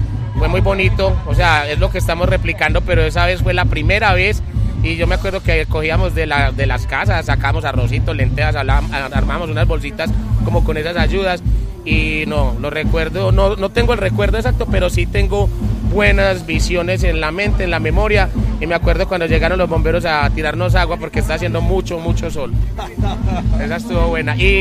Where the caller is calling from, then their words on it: Medellín, Antioquia, Colombia; aquí en Medellín el fenómeno se sintió muy fuerte.